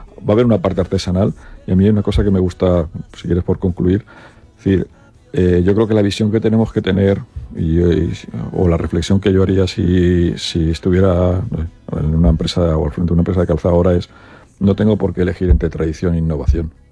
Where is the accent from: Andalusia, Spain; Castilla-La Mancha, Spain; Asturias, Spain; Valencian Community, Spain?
Valencian Community, Spain; Elda; somos muy de Elda